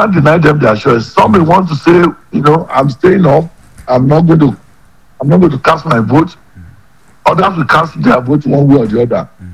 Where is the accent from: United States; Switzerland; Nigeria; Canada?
Nigeria; As a Nigerian